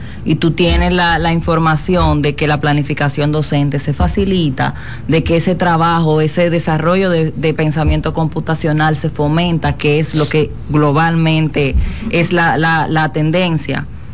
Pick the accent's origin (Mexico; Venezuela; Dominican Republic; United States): Dominican Republic